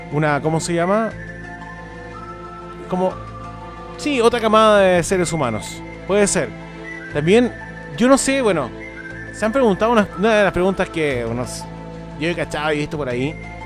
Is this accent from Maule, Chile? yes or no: yes; Talca, Maule, Chile; mi ciudad natal, de Talca